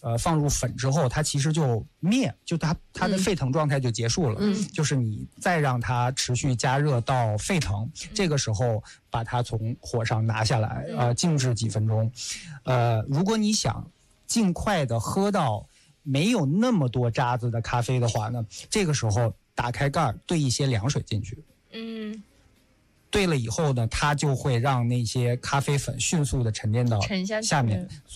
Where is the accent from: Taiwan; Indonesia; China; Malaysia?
China; 因为我们中国人都知道铝的东西啊，用久了好像对身体不太好。